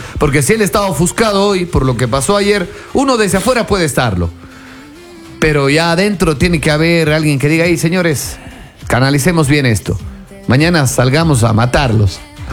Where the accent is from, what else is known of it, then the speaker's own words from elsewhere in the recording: Ecuador; nosotros mismos, como ecuatorianos